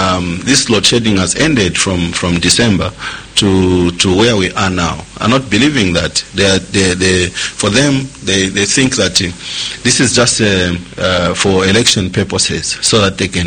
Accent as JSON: {"language": "English", "town": "Lusaka", "region": "Lusaka Province", "country": "Zambia", "tie": "born or raised there", "said": "I'm born and bred in Munali constituency. I was born in Mutendere, grew up in Mutendere."}